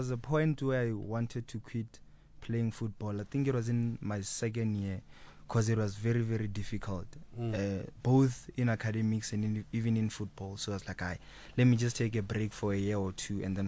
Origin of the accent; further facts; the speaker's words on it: Limpopo, South Africa; I'm from Limpopo, Ramamabolo, next to Moria. Next to Obri Mudiwa's place.